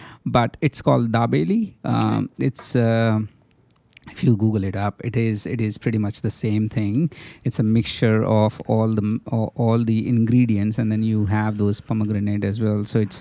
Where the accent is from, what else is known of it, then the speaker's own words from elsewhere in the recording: India; now in Australia; we were in India and we are here.